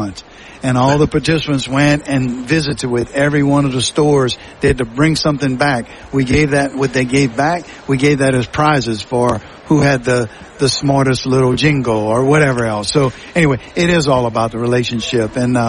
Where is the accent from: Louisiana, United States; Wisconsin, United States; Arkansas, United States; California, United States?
Louisiana, United States; Vacherie; I'm from St. James Parish, Vashtry, Louisiana, and it's very Cajun there, and I grew up that way.